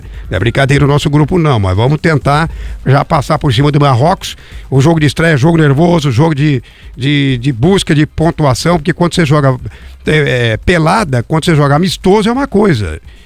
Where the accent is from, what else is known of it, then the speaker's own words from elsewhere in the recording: Brazil; Nós somos brasileiros, meu.